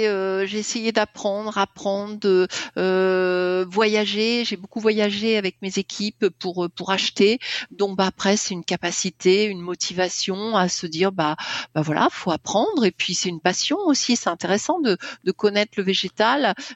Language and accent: French; Centre-Val de Loire, France